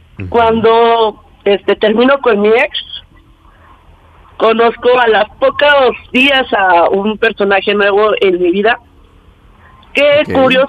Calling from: Mexico City, Mexico; Tengo 20 años y soy de aquí, de Xochimilco

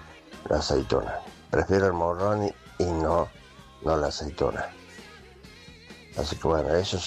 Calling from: Tucumán, Argentina; de Tucumán.

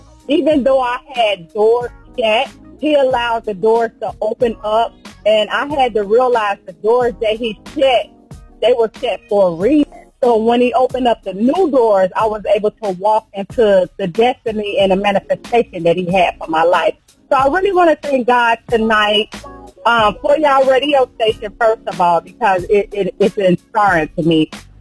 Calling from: Detroit, Michigan, United States; I'm calling from Detroit, Michigan.

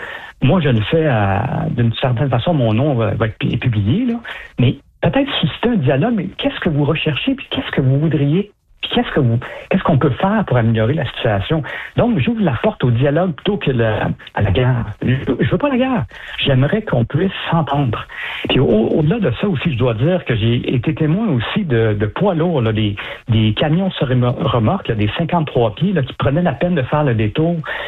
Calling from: Montreal, Quebec, Canada; Comme je suis à Montréal

